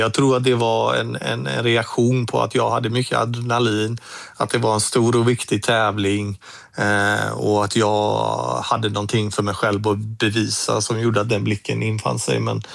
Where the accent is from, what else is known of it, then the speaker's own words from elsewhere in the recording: Gothenburg, Västra Götaland County, Sweden; för mig var det ju hemmaplan gånger 2 i och med att jag kommer från Göteborg